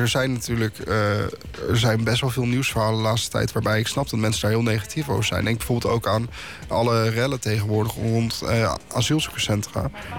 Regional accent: Eemnes, Utrecht, Netherlands; moved away as an adult; also born or lived in Leiden; now in The Hague, Netherlands; Net op de grens van Laren is een dorpje. Dat heet Eemnes. Daar kom ik oorspronkelijk vandaan.

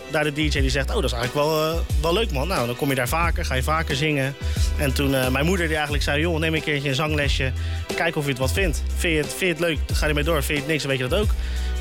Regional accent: Nootdorp, South Holland, Netherlands; born there; also born or lived in The Hague; 25 jaar. Geboren in Den Haag. Groot deel van mijn leven wel in Noordorp gewoond.

